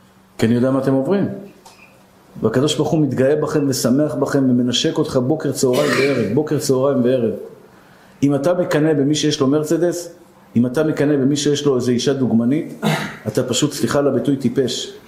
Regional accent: Tel Aviv, Tel Aviv District, Israel; אני גדלתי בשכונת התקווה. אצלנו מלשינים, היינו מוחקים אותם.

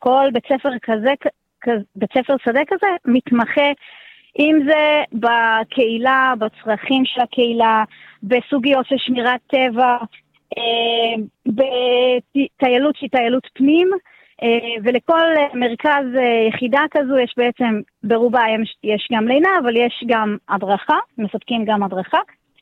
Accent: Southern District, Israel; אז מרחבי החולות פה במישור החוף זה נוף ילדותי. כאן גדלתי. אני בעצם מנהלת בית ספר שדה, ממש במרחב שבו נולדתי, התפתחתי, גדלתי

